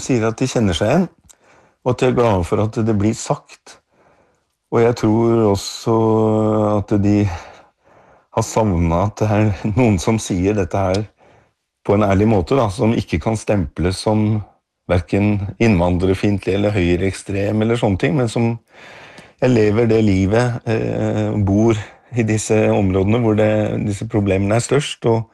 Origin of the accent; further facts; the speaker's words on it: Oslo, Norway; Det går jo en lang linje her fra da jeg ble født og vokste opp i Groruddalen i nye blokker der.